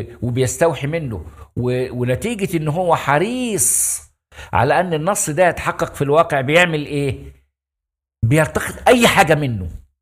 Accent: Egypt

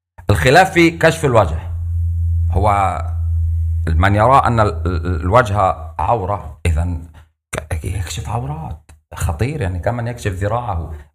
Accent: Lebanon; born there; هو البلد بلدي لبنان، أنا ولدت في لبنان

